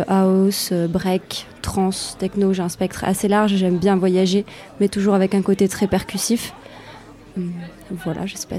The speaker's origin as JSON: {"language": "French", "town": "Grenoble", "region": "Auvergne-Rhône-Alpes", "country": "France", "also_born_or_lived": "Paris", "moved": "as an adult", "said": "Et je viens de Grenoble, que j'ai quitté pour faire mes études et après j'ai vécu dans d'autres villes. Mais je reviens toujours ici parce que j'ai ma famille et actuellement aussi mon copain. Donc je vis un peu entre Paris et Grenoble."}